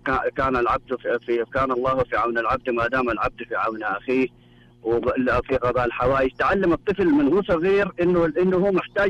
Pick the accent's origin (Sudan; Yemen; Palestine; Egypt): Sudan; وكان الحمد لله احنا عندنا في السودان المغالة دي، ما احنا عندنا ما شاء الله الأسرة الممتدة وكذا